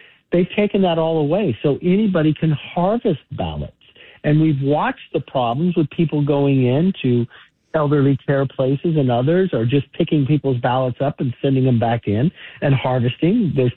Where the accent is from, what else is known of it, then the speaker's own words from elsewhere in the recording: California, United States; You know, in my years of growing up in California, this is the worst I've ever seen it.